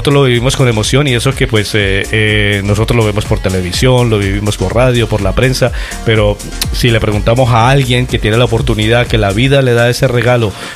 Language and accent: Spanish; Colombia; Yo como colombiano, pues en 1962 no había nacido, lógicamente